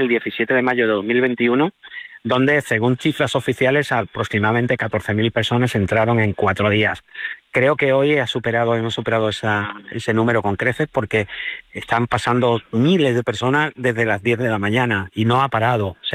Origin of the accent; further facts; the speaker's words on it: Ceuta, Spain; una ciudad como Ceuta, que es una ciudad donde nos hemos criado los que somos ceutíes